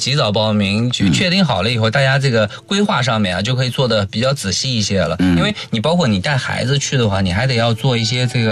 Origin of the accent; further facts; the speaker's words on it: Nanjing, Jiangsu, China; 我们南京人，